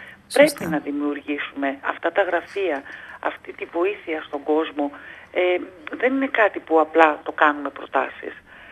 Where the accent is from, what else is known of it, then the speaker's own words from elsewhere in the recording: Greece; η χώρα μας